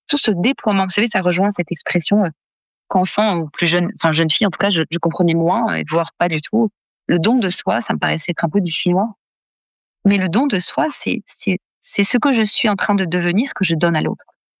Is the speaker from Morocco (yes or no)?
no; France